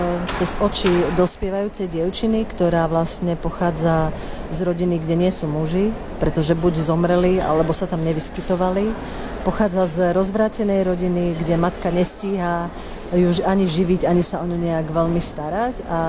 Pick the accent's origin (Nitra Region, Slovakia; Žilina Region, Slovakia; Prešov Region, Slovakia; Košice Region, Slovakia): Košice Region, Slovakia; Košice; ja teda pochádzam zo starej košickej rodiny